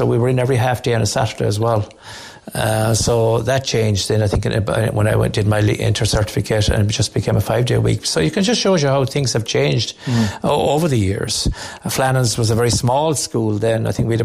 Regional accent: Ireland; I just reflect back on my time growing up in Ballinacallie. We used to play hurling on the road, the Inniskilleaset Road

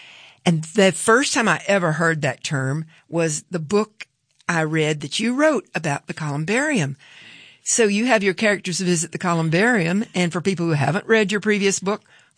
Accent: the South, United States; I grew up in the South eating pecan pie

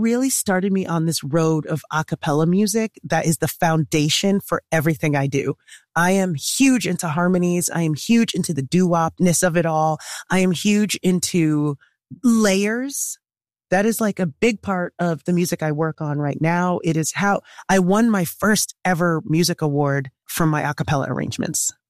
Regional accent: Ithaca, New York, United States; But I grew up in Ithaca, and with my parents being Nigerian, you know, we were a very immigrant household.

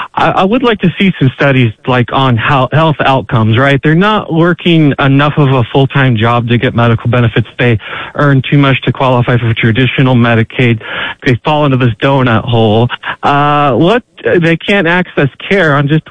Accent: Oregon, United States; I know I'm originally from Oregon

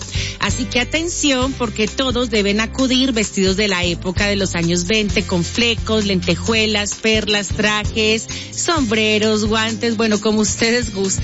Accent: Colombia; now in Mexico City, Mexico; mi tierra Colombia.

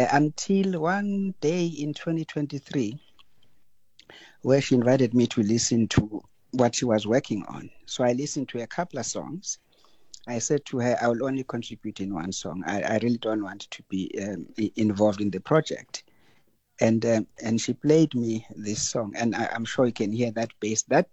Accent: Durban, KwaZulu-Natal, South Africa; I come from Umlazi Township.

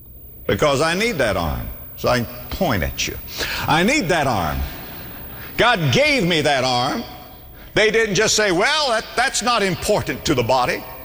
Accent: Florida, United States; I was raised in Florida. And down where I was raised, coconuts grow.

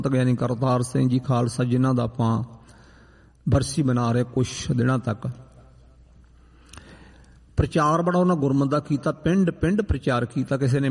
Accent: Jhamka, Punjab, India; ਮੇਰੇ ਪਿੰਡ ਤੋਂ 10 ਕਿਲੋਮੀਟਰ ਹੈ, ਛੋਟੇ ਦੇ ਹੀ ਤੁਰ ਕੇ ਪਿੰਡ ਉਹ ਚੱਲ ਜਾਣਾ, ਉੱਥੇ ਝਾਮਕਾ ਪਿੰਡ ਸਤਸੰਗ ਮੇਰਾ ਮਾਣੋ ਚਾਲ ਝਾਮਕਾ ਚਵਾਲ ਥਾਣਾ ਸਾਡਾ।

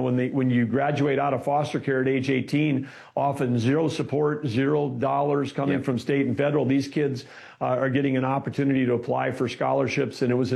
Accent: North Dakota, United States; growing up in North Dakota, the only thing we had there was, a quarter mile and eighth mile dirt track racing with the hobby stocks.

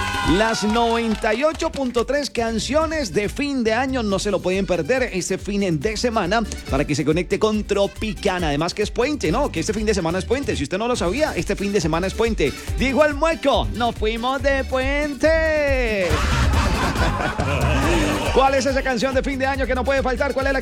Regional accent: Cali, Valle del Cauca, Colombia; moved away as an adult; now in Neiva, Colombia; porque yo soy de Cali, ¿va? Yo soy de Cali hace 10 años, ya hace 10 años salí de Cali. Bueno, el año pasado sí lo pasé en Cali, lo pasé con la familia el 24 y el 31, pero eran 9 años que yo no había pasado un diciembre en Cali.

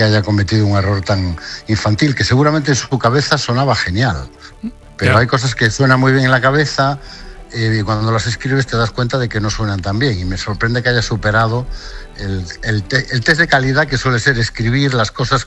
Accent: Galicia, Spain; yo soy de la Mariña de Lugo, que es lo más gallego que se puede ser.

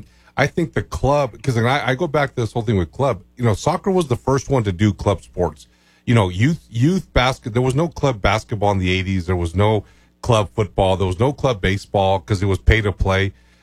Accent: Chama, New Mexico, United States; I hate to say it's growing up in Chama

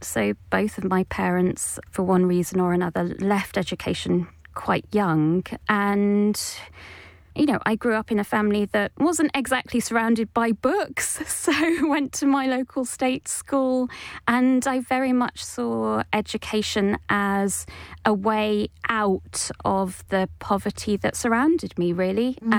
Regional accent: Oldham, North West England, United Kingdom; I grew up in Oldham, probably a century too late, because Oldham was really at its peak in 1890. It was part of the whole Manchester hub

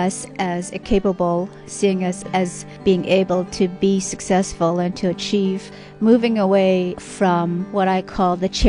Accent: Canada; I am from Canada. I am a member of the Dakota peoples who have nations and communities both in the United States and Canada.

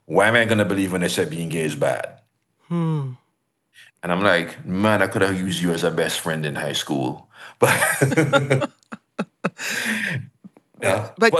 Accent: Jamaica

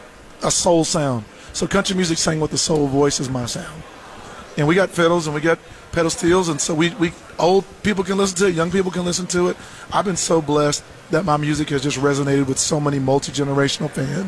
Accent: Bangs, Texas, United States; I grew up in Bangs, Texas. 1,100 people counting sheep.

